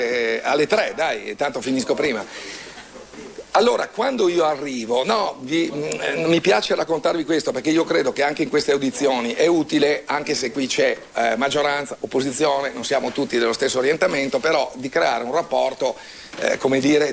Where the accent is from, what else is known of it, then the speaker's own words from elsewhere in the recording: Verona, Veneto, Italy; also born or lived in Lake Garda; io sono di Verona e conosco bene il lago di Garda